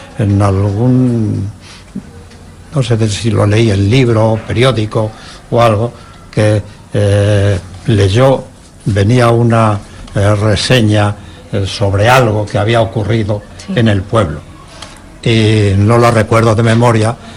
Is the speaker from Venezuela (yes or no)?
no; Fernán Caballero, Castilla-La Mancha, Spain; now in Ciudad Real, Spain; lo que yo siento por ser de Fernán Caballero, de lo que querría que fuera Fernán Caballero, y de lo contento que estoy de serlo